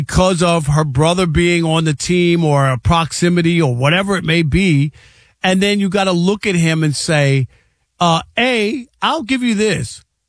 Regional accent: New York, United States; born or raised there

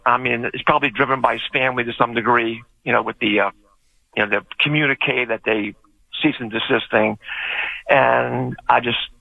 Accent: New Orleans, Louisiana, United States; And as far as Jaden Daniels is concerned, I'm from New Orleans. My father was All-American at LSU.

